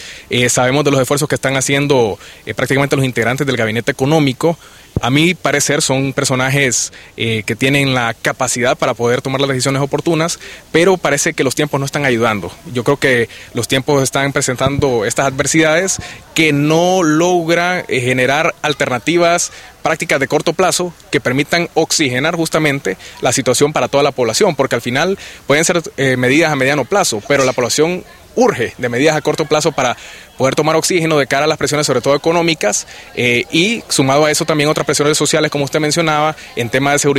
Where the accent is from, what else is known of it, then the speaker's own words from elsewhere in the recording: Honduras; como buen ciudadano, como buen hondureño